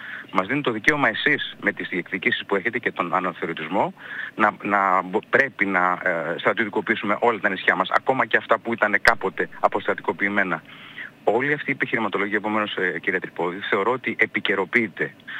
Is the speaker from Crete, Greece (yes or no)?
no; Samos, North Aegean, Greece; Εγώ σαν Σαμιώτης, εγώ σαν Έλληνας πολίτης